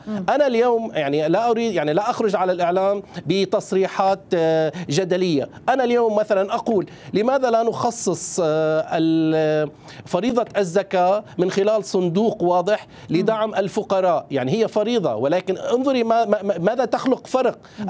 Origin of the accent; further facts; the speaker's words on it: Syria; ماذا نحن كسوريين يجب أن نقدم. هناك قطاع خاص بسوريا وهناك حالة مجتمعية بسوريا